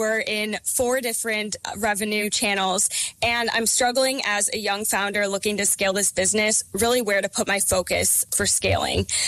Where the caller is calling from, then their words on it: Atlanta, Georgia, United States; I'm calling from Atlanta, and I'm the founder of Floofball.